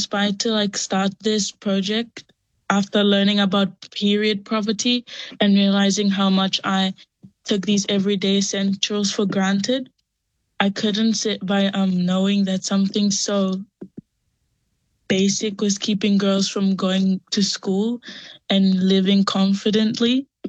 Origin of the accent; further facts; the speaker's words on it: Kadavu, Eastern Division, Fiji; I'm 13 years old and I go to North Cross Intermediate and I'm from Kandavu, Lomani Koro, Nakasaleka.